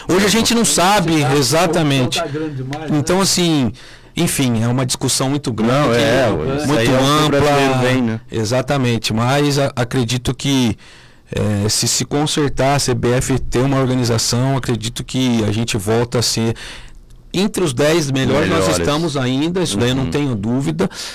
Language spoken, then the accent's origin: Portuguese; Brazil